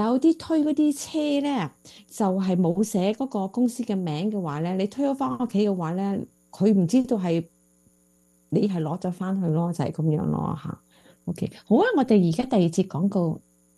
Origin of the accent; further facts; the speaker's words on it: China; moved away as an adult; now in United States; 我初初嚟美国嗰时，我唔中意，我唔惯噶。你知我系中国人噶啦